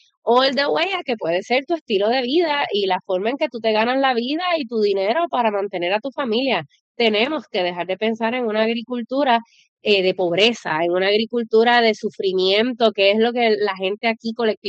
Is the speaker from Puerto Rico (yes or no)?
yes; Utuado, Puerto Rico; yo soy de Utuado